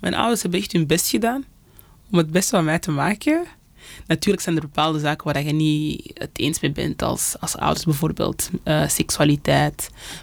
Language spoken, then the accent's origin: Dutch; Belgium; also born or lived in Kinshasa, Congo; ik ben hier opgegroeid in België.